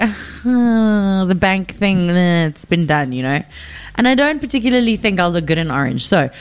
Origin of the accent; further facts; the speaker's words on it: Brakpan, Gauteng, South Africa; I'm from Brackpan.